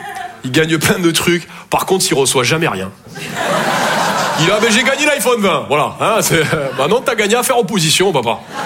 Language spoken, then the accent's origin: French; Toulouse, Occitanie, France